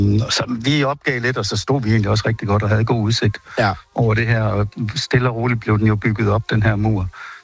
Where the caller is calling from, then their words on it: Aarhus, Central Denmark Region, Denmark; Vi er fra Aarhus.